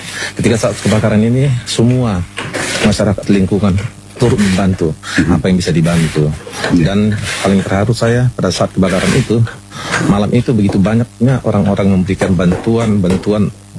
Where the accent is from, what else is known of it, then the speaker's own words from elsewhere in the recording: Lhokseumawe, Aceh, Indonesia; also born or lived in Medan; bahwa inilah tempat kampung saya yang sebenarnya. Karena selain saya lahir di Medan, di Tapanuli, tapi saya besar di Aceh ini, khususnya di Kota Luxmay.